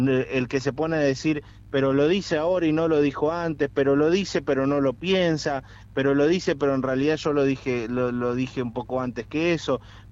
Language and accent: Spanish; Argentina; que la agenda nos una como argentinos